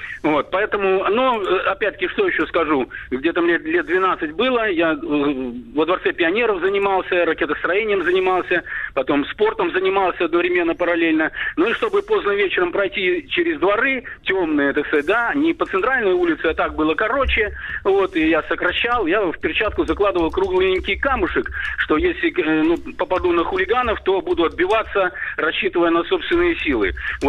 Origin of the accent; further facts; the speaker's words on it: Belarus; И так как мое детство прошло в Беларуси